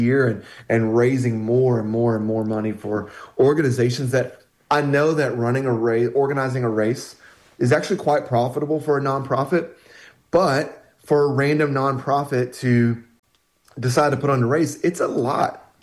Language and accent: English; Tyronza, Arkansas, United States; I'm originally from Tyronza, right?